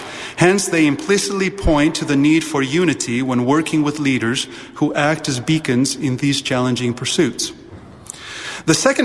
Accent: Italy; English is a second language; What I am about to tell you is the story of my family, my home country, my people. It is my story. To be sure, my personal experience is only a small fraction of the history of Mormonism in Italy.

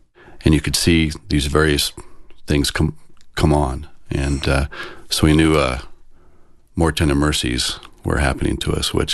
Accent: Portland, Oregon, United States; moved away; I grew up in the Northwest in the Portland, Oregon area

